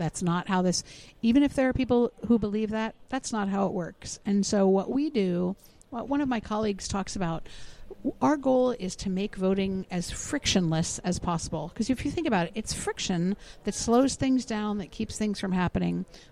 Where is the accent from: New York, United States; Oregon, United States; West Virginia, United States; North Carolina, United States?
Oregon, United States; I'm from Oregon